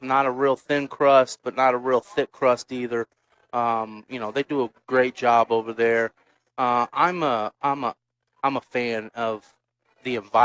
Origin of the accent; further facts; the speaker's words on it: Huntsville, United States; growing up in Huntsville